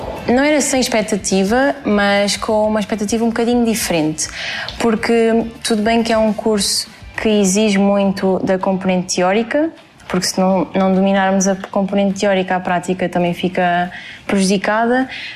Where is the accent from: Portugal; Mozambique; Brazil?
Portugal; Faro; do segundo ano da Licenciatura em Fisioterapia. Sou de Faro, tenho 20 anos e estou pronta para começar.